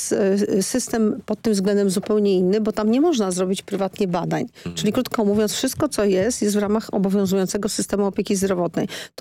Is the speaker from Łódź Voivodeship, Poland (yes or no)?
yes; Łódź, Łódź Voivodeship, Poland; w moim mieście, w rodzinnej Łodzi